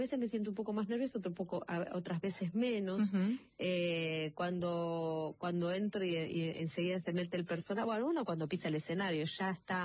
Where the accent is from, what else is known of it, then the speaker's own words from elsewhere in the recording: Buenos Aires, Argentina; Yo soy de Barracas.